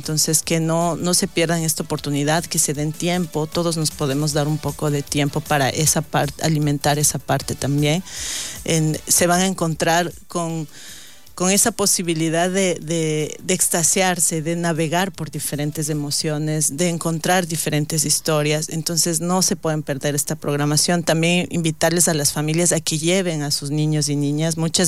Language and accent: Spanish; Ecuador; nosotros mismos como ecuatorianos